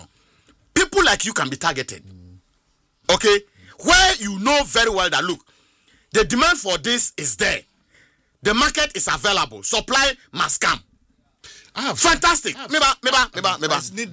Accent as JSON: {"language": "English", "town": "Abomosu", "region": "Eastern Region", "country": "Ghana", "said": "Honorable, I'm from Abomosu in the eastern region."}